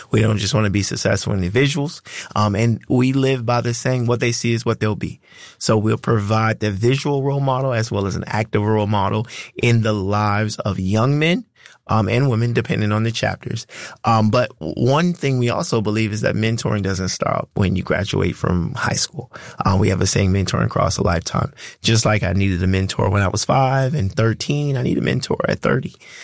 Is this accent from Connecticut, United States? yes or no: no; Fort Myers, Florida, United States; Fort Myers native, born and raised, Franklin Park Elementary, Dunbar Middle, Fort Myers High School. So it has been an interesting journey being here. My family, back to my great-great-grandmother, has been residents of Fort Myers, Fort Myers High grads as well.